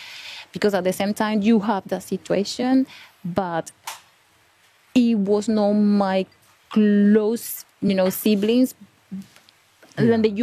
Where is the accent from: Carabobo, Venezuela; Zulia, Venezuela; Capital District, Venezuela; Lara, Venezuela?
Capital District, Venezuela; Caracas; moved away; I'm not from, you know, from the area, I'm from Caracas, but I'm from nearby.